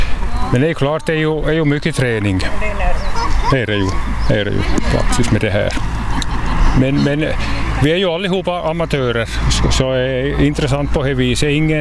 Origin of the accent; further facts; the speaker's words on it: Kvevlax, Ostrobothnia, Finland; Då vi är från Veikkaus och Kvävlax, byarna här.